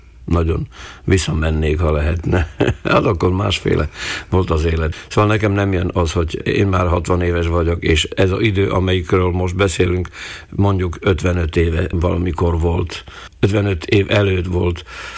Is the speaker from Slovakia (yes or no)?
yes; Prešov, Prešov Region, Slovakia; odahaza Eperjesen. Amikor én születtem, akkor az öreg anyám és az öreg apám, a édesanyámnak a oldalról, azok csak magyarul beszéltek.